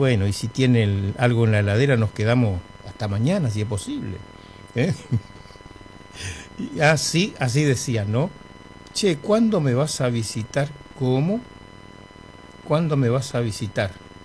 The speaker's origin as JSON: {"language": "Spanish", "town": "Presidencia de la Plaza", "region": "Chaco", "country": "Argentina", "moved": "yes", "said": "saludamos para toda nuestra querida gente también en mi pueblo, Presidencia de la Plaza. A todos mis parientes que tengo por allá, lejos"}